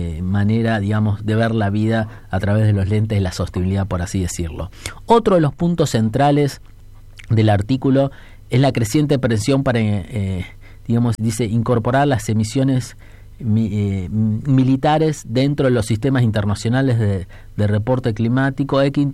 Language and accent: Spanish; Argentina; nos sentimos, digamos, como argentinos también muy identificados